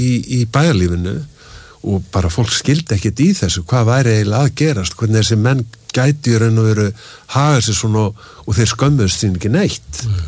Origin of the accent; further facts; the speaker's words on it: Bolungarvik, Westfjords, Iceland; ég er fæddur í Bólungavík og hérna, og þá vorum við, byggum við á svona íbúð í Bólungavík